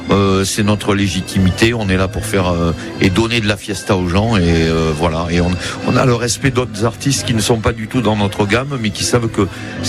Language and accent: French; Nouvelle-Aquitaine, France; nous, on vient du bassin d'Arcachon.